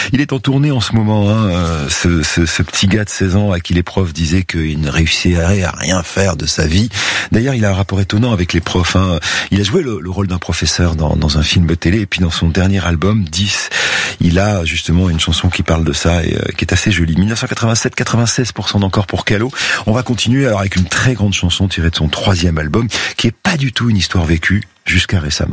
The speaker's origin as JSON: {"language": "French", "town": "Bordeaux", "region": "Nouvelle-Aquitaine", "country": "France", "said": "de chez moi à Bordeaux, on dit qu'on monte à Paris"}